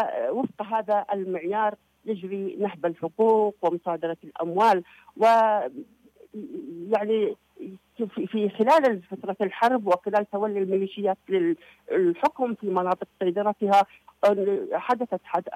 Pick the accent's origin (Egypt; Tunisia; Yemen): Yemen; أننا ملزمين كيمنيين